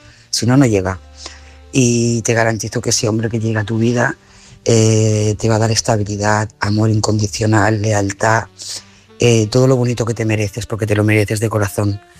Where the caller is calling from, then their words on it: Lloret de Mar, Catalonia, Spain; de Lloret de Mar.